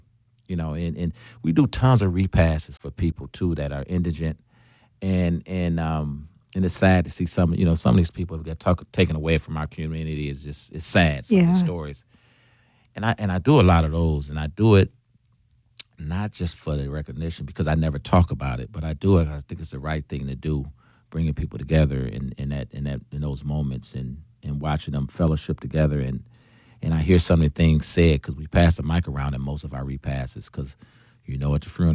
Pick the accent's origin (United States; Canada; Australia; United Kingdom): United States; Milwaukee, Wisconsin; And what growing up in Milwaukee has taught me is we have a long way to go